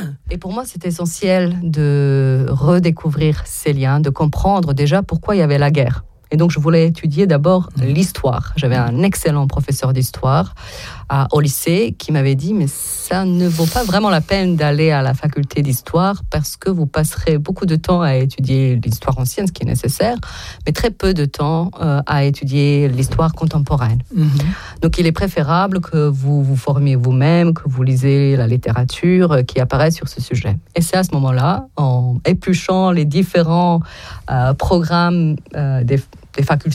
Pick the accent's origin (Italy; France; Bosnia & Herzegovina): Bosnia & Herzegovina; Tuzla, Federation of Bosnia and Herzegovina; En fait, parce que je suis née en Bosnie, c'était encore l'ex-Yougoslavie. Et mes parents...